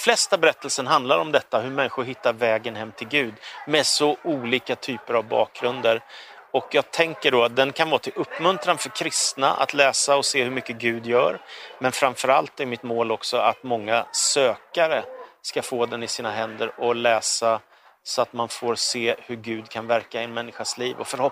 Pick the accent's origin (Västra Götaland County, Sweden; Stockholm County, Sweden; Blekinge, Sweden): Stockholm County, Sweden; Stockholm; born there; also born or lived in Småland / Danderyd; now in Karlstad, Sweden; Vi flyttade upp till Stockholm från Småland. Då kom de med som medlemmar i Philadelphia-kyrkan i Stockholm. Så jag var med där en del i min uppväxt. Men jag bodde ju i Danderyd och det var väldigt sekulariserat.